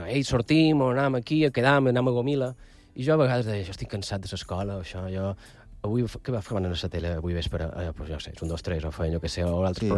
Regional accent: La Ràpita, Catalonia, Spain; i mon pare i mon mare se van conèixer allà. Ah, sí, és a Ràpita. Som molt de la Ràpita.

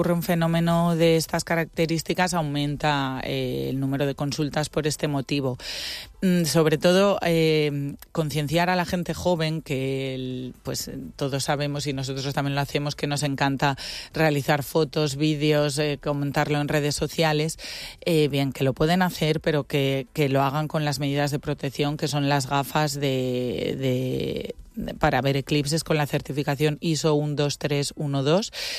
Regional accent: Asturias, Spain; moved away as an adult; now in Mallorca, Spain; yo soy asturiana, pero llevo 13 años en Mallorca

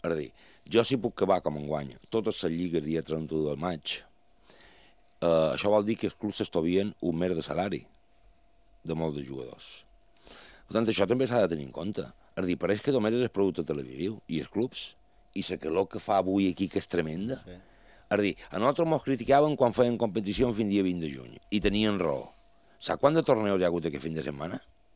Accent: Palma, Balearic Islands, Spain; born there; Jo sortia de cantatge i m'anava a peu fins a en Lluís Sitjà.

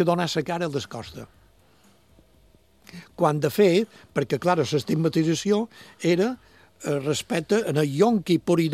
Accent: Vilafranca de Bonany, Balearic Islands, Spain; Jo som de Vilafranca i vaig anar...

